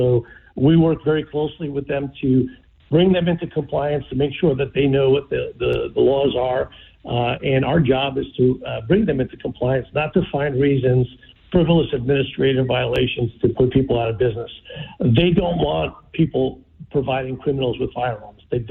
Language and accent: English; New York City, New York, United States; I grew up in New York City